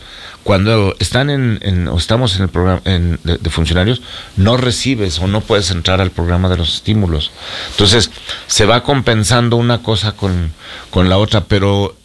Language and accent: Spanish; Zacatecas, Mexico; born there; Y tú sabes, los que somos zacatecanos de nacimiento, Pancho, nuestras uh-huh. familias numerosas